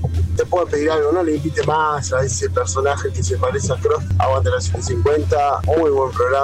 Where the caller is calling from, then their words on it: Berazategui, Buenos Aires Province, Argentina; de Verazategui